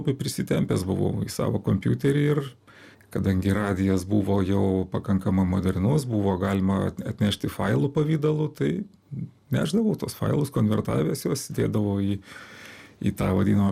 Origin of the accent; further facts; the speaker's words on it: Panevėžys, Panevėžys County, Lithuania; moved away; aš kilęs iš Aukštaitijos, iš Panevėžio, tai aišku, tartis yra išlyzdavo vis įvairių neteisingų kirčiavimų